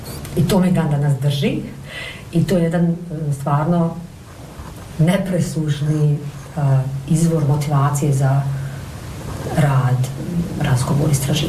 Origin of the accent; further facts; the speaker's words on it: Donji Vakuf, Federation of Bosnia and Herzegovina, Bosnia & Herzegovina; also born or lived in Jajce; Ja jesam iz Donjeg Vakufa, ali sam rođena u Jajcu, zato što mi u Donjem Vakufu nema ovo porodilište.